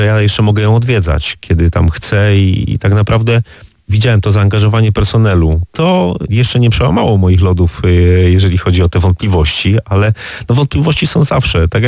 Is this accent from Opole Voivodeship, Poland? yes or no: yes; Olesno, Opole Voivodeship, Poland; ja pochodzę z Olesna